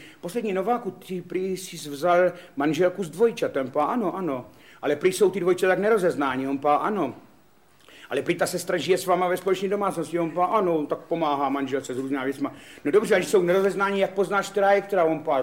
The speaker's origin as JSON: {"language": "Czech", "town": "Ivančice", "region": "South Moravian Region", "country": "Czechia", "tie": "born or raised there", "also_born_or_lived": "Hostěnice", "said": "Já jsem se narodil v Ivančicích, mě nerodila porodní bába, my jsme s ní nevycházeli. Tak tam byly jistý obavy, a tak jsem se narodil v porodnici a v těch Ivančicích jsem prožíval velký kus svého mládí."}